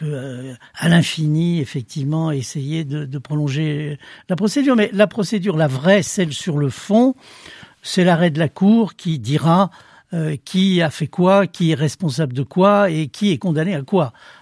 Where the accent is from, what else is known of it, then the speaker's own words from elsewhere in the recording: Saint-Étienne, Auvergne-Rhône-Alpes, France; je suis stéphanois, j'ai mal pour ma ville